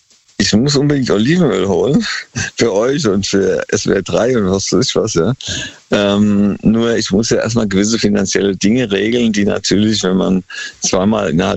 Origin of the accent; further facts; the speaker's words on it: Germany; now in Lesbos, Greece; Und wenn du in einem Dorf einen Namen kriegst als Deutscher, dann hast du es schon mal fast gepackt.